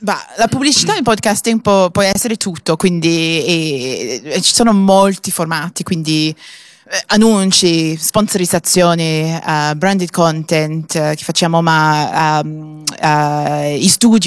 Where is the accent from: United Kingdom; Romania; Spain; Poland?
United Kingdom; Wales; Italian is a second language; moved away; Sono di Gales.